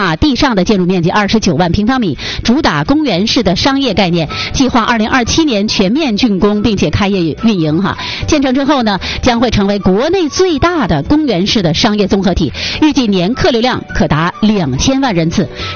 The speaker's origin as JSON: {"language": "Chinese", "town": "Changchun", "region": "Jilin", "country": "China"}